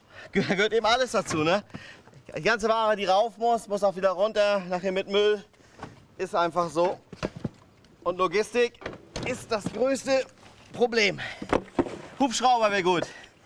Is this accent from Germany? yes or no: yes; Schleswig, Schleswig-Holstein, Germany; Ich bin ja hier groß geworden. Ich bin in Schleswig geboren. In Rabel ist mein Elternhaus. Das ist hinter Marsholm. Also es ist einfach Heimat. Es ist wunderschön hier oben im Norden. Letzte Ecke oben rechts, sage ich immer ganz gerne. Danach gleich Dänemark.